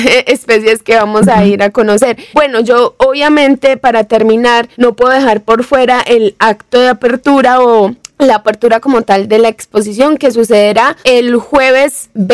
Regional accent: Colombia; para nosotros como colombianos

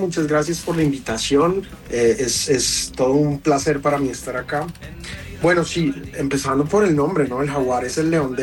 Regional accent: Colombia; now in Germany; nuestra música colombiana, que es tan rica

